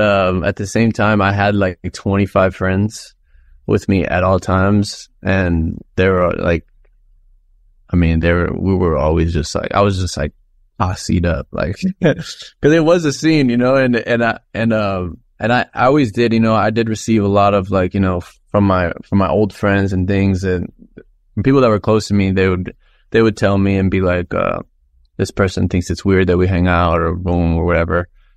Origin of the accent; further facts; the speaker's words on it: United States; I'm from here. They're like, nah, where are you really from? And I'm like, I'm from here. I'm American. I was born in America.